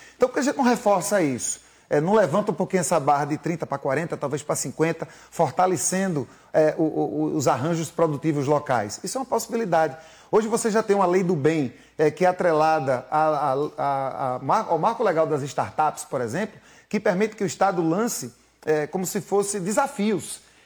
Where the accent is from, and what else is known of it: Recife, Pernambuco, Brazil